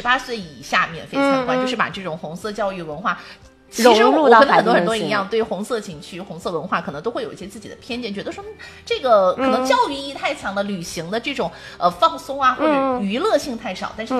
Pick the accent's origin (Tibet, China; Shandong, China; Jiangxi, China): Jiangxi, China; Ganzhou; 我作为一个土生土长的赣州人哈，我就人过快过半百了